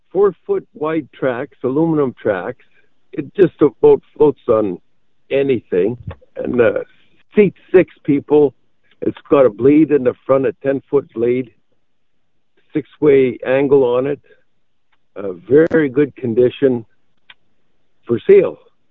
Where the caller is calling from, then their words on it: Manitoba, Canada; LaBroque, Manitoba